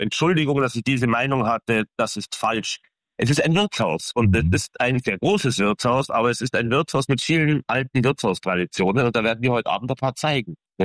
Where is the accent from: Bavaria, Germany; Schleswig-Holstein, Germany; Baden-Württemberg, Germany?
Bavaria, Germany; also born or lived in Munich; ich bin ja Bayer und ich habe ja lange in München gelebt